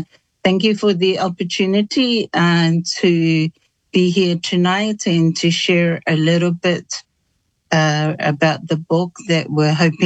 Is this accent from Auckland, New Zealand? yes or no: yes; Auckland, New Zealand; also born or lived in Avaseli; I come from the village of Avaseli. I was born in the village of Avaseli, but I was raised here in New Zealand in the urban villages of Ponsonby and Greyland.